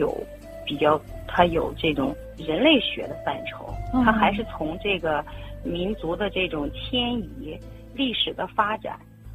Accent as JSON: {"language": "Chinese", "region": "Henan", "country": "China", "said": "我是河南人，就是我说的普通话跟这个客家话还是有一定的差别。"}